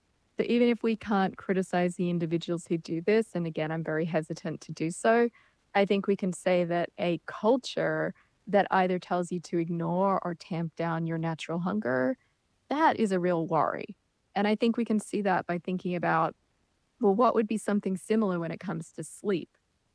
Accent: Australia; including my home country of Australia

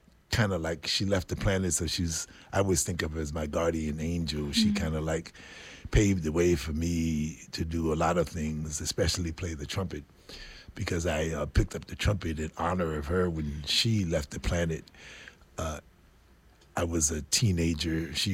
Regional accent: Harlem, New York, United States; Harlem is where I grew up. That's where I spent the first 16 years of my life growing up in Harlem. Yeah. And then we moved, the family moved down to the Lower East Side. So I spent a lot of time in Manhattan. I'm a Manhattan person.

